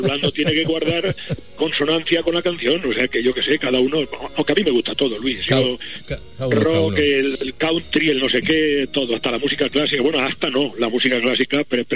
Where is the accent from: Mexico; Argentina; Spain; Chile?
Spain; vivimos en España y somos españoles